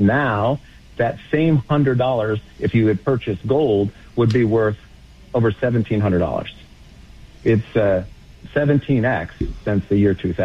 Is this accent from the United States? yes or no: no; Australia; English is a second language; moved away; And I came from Australia. And one of the first things I needed to do was to try to learn English.